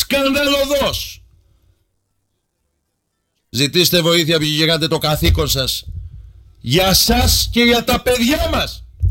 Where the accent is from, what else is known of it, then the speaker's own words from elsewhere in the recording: Greece; Είμαι Έλληνας χριστιανός, χριστιανός Έλληνας.